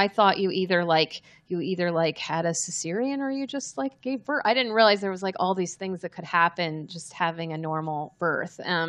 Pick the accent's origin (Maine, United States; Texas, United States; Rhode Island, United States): Texas, United States; I'm from Texas.